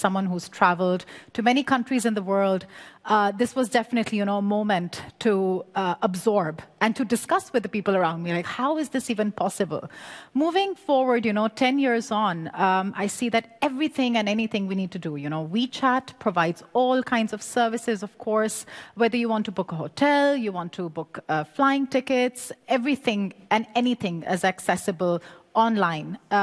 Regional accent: Pakistan; now in China; Originally I'm from Pakistan.

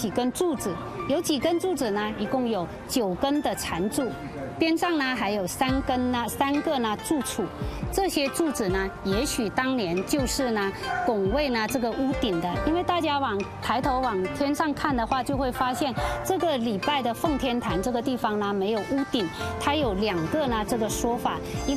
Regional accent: China

